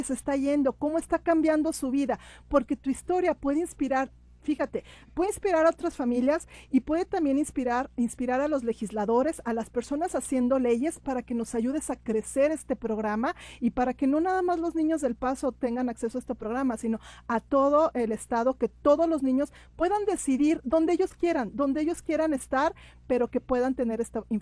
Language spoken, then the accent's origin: Spanish; El Paso, Texas, United States; also born or lived in Arizona; estuvimos haciendo ese trabajo en Arizona por muchos años, pero ya estamos aquí en El Paso, yo soy del Paso